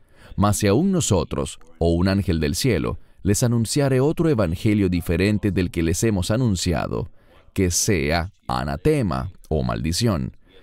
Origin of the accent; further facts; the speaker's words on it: Chile; born there; Yo nací en Sudamérica, en Chile, y sé de primera mano que la inmensa mayoría de nuestra población pertenece a la Iglesia Católica